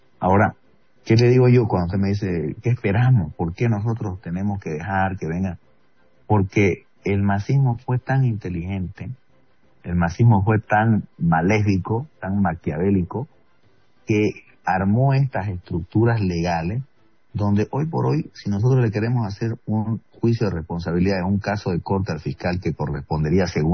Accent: Bolivia

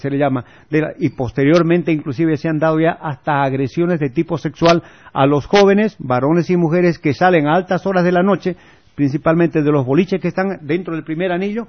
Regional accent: Bolivia; nosotros también, bolivianos

